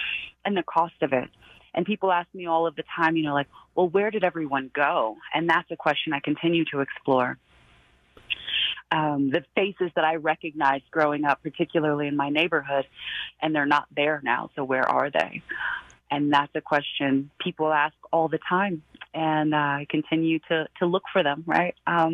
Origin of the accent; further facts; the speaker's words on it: Denver, Colorado, United States; a couple of miles from where I grew up